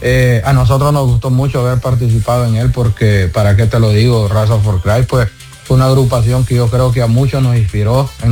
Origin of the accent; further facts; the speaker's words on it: Honduras; No, la verdad que sí, somos hondureños.